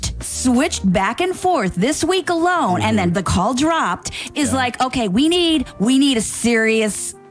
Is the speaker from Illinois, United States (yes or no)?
yes; Mount Prospect, Illinois, United States; That's my hometown.